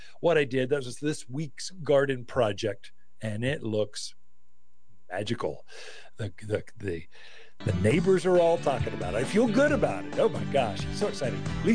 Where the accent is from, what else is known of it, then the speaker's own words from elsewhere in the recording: United States; I am so American. Please forgive me.